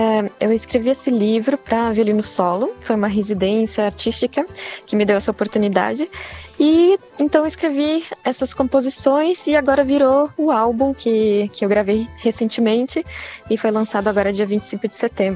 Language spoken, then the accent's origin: Portuguese; Rio Grande do Sul, Brazil; now in São Paulo, Brazil; Eu sou violinista gaúcha, eu estou morando atualmente em São Paulo, mas eu sou gaúcha.